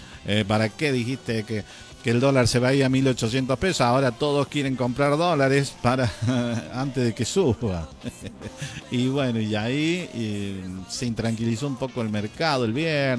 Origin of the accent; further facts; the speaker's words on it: Argentina; como buenos argentinos que somos